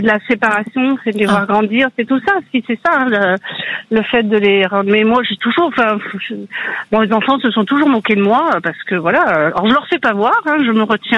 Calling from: Loupiac, Nouvelle-Aquitaine, France; De Loupiac, en Gironde.

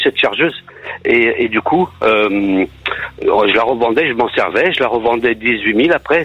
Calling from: Saint-Denis-de-Pile, Nouvelle-Aquitaine, France; De Saint-Denis-de-Pile

